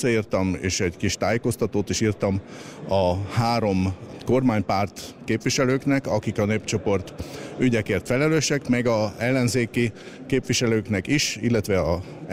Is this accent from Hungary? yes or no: no; Burgenland, Austria; now in Vienna, Austria; Természetesen az én családom is egy olyan példa, hogy mi már Bécsben élünk közben, mint burgenlandi magyarok